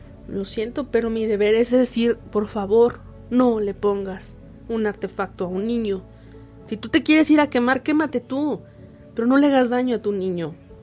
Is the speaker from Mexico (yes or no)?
yes; Celaya, Guanajuato, Mexico; moved away; yo vengo de Celaya